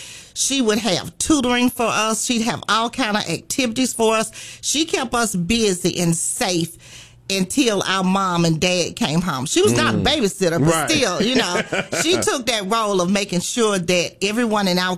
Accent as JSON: {"language": "English", "town": "Roosevelt City", "region": "Alabama", "country": "United States", "tie": "born or raised there", "said": "I grew up in Roosevelt City."}